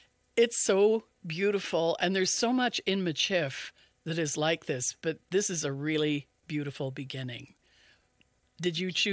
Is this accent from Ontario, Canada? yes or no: yes; Ottawa, Ontario, Canada; And I think I came from Ottawa, Algonquin territory, and I used to hear Ti Jean, Little Jean would be.